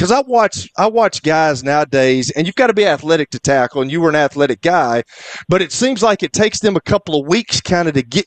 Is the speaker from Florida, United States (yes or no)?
no; Fayetteville, Tennessee, United States; Well, I'm from Fayetteville, Tennessee. So I guess we have something in common.